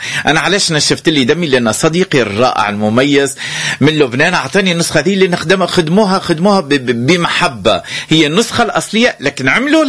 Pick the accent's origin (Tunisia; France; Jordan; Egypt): Tunisia; عندنا في تونس